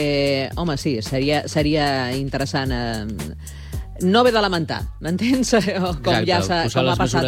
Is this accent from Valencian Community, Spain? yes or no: no; Calella, Catalonia, Spain; l'Hospital del meu poble, de l'Hospital de Calella